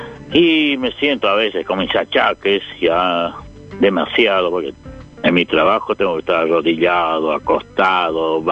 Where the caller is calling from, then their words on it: Milan, Lombardy, Italy; de Milán.